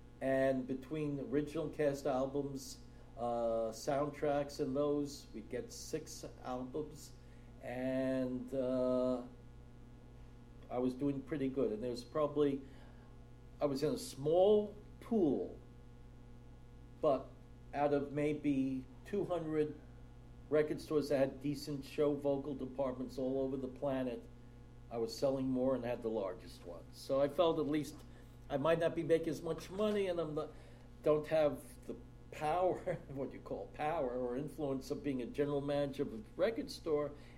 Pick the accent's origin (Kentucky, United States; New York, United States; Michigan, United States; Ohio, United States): New York, United States; New York City; back in New York City, my hometown